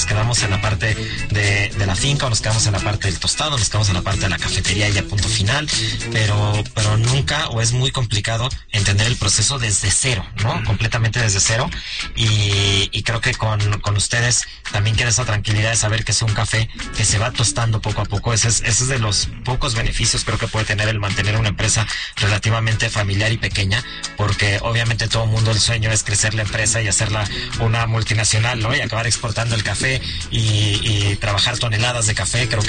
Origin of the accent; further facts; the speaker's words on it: Mexico; apoyamos lo mexicano como buenos mexicanos